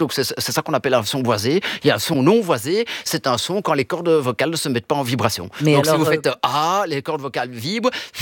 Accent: Belgium; accent: Belgian; first language Italian; French is a second language; also born or lived in Italy; now in Brussels, Belgium; J'ai grandi jusqu'à 5 ans et demi en italien. Oui. J'ai fait le jardin d'enfants, je suis arrivé au mois d'août en Belgique à 5 ans et demi, donc là je ne connaissais pas un mot de français.

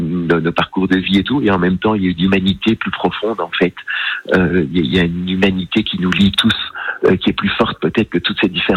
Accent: Belgium; Je viens de Belgique, il vient de Marseille. On est, il est jeune, je suis vieux

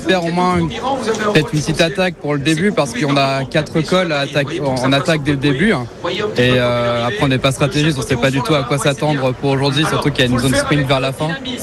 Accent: Albertville, Auvergne-Rhône-Alpes, France; j'ai grandi à Albertville pendant 15 ans, donc pour moi c'est un peu la ville de cœur.

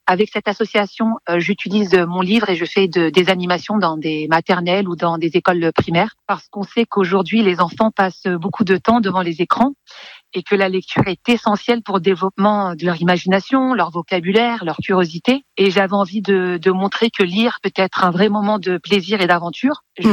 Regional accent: Paris, Île-de-France, France; born there; now in Le Havre, France; je suis parisienne de naissance, mais dorénavant, je suis havraise

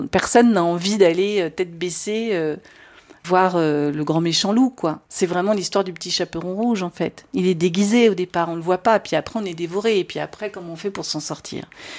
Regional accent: France; Alors moi, en plus, je ne viens pas d'un milieu bourgeois, je viens de la France tradie, tout ce qui est de plus banal, quoi.

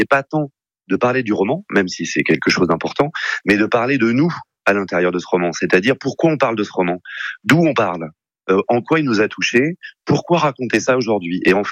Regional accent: France; chez nous en France

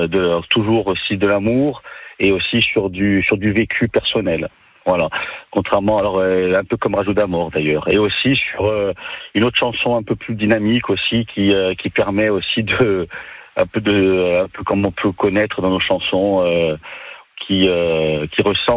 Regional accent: Corsica, France; Et aussi bientôt, on va jouer aussi chez nous, en Corse.

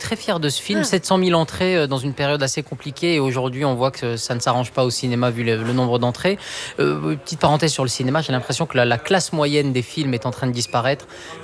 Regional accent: Occitanie, France; born there; Et on m'a emmené dans les Cévennes et je suis né dans le Gard.

